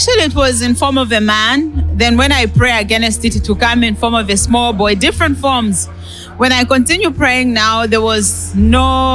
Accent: United Kingdom; I come from the United Kingdom.

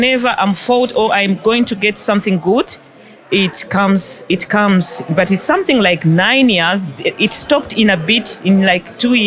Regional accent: Netherlands; I come from the Netherlands.

